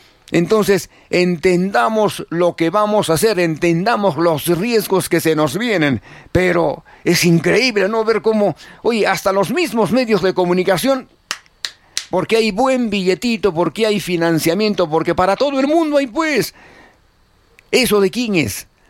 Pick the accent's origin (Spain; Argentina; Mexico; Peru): Peru; Arequipa; nosotros como arequipeños